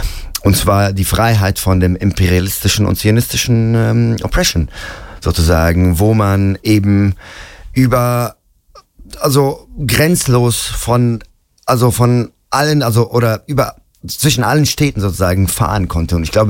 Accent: Ramallah, West Bank, Palestine; German is a second language; Ich komme ja aus Ramallah im Westjordanland.

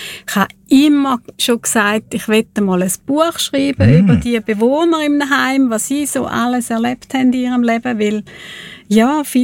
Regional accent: Thurgau, Switzerland; accent: Thurgau dialect; ich habe mal in Zürich geschafft und bin immer höher genommen worden wegen meinem Thurgauer Dialekt.

